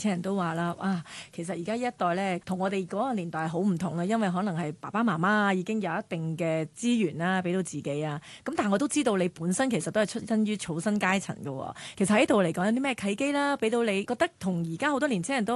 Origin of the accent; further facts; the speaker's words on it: Hong Kong; 我们真的土生土长的香港年轻人